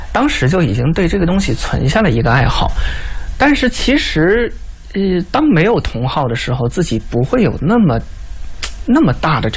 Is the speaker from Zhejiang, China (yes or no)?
no; Shandong, China; moved away as an adult; now in Beijing, China; 反正我是山东的